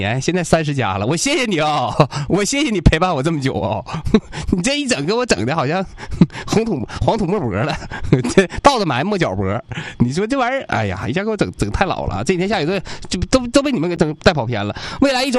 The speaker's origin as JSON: {"language": "Chinese", "country": "China", "said": "我们作为中国人，在中国汽车市场买咱们中国车"}